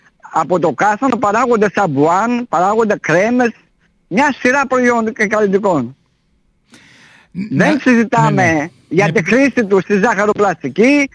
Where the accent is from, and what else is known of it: Skotina, Central Macedonia, Greece